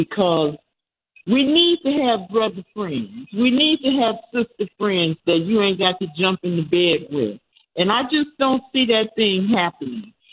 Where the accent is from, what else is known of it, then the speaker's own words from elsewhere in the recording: Detroit, Michigan, United States; also born or lived in Tennessee; now in North Carolina, United States; I'm from Detroit, I'm from Tennessee by way of Detroit. I've been in here